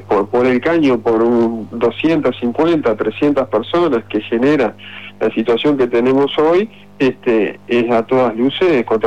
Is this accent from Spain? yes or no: no; Uruguay